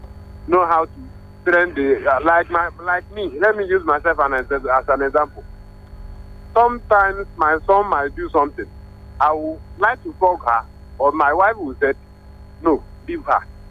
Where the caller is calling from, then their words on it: Lagos, Nigeria; I'm calling from Lagos.